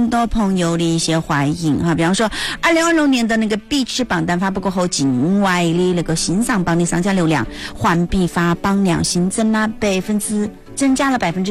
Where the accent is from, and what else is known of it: China